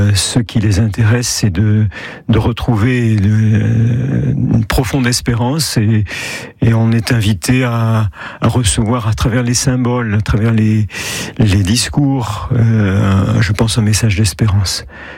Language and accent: French; France; particulièrement chez nous en France.